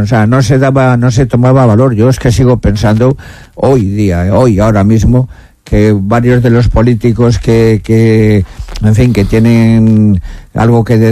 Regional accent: Spain; como somos los españoles

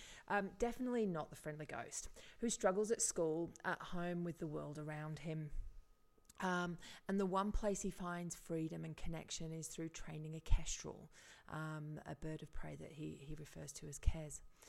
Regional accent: Yorkshire and the Humber, United Kingdom; accent: Yorkshire; Look, I'm originally from Yorkshire. You might have picked that up with my accent.

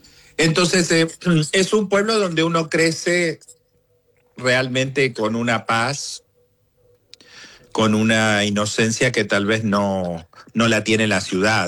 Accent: Lonquimay, La Pampa, Argentina; moved away as an adult; also born or lived in Pellegrini, Buenos Aires Province; now in United States; y criado en La Pampa, obviamente, por el resto de mi infancia.

